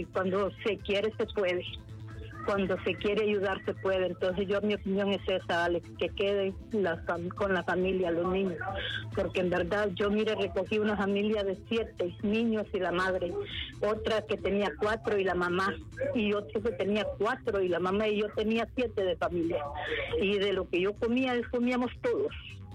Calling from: Lepaera, Lempira, Honduras; Del municipio de Lepaera.

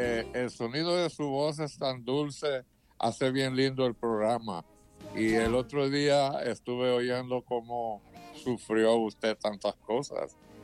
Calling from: Santa Rita, Chocó, Colombia; de Santa Rita de Lloro.

